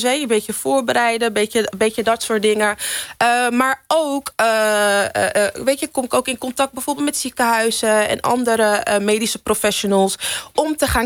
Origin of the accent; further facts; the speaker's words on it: Netherlands; En ik ben geboren getogen in Nederland, maar ik ben wel opgevoed in een echt Nigeriaans huis.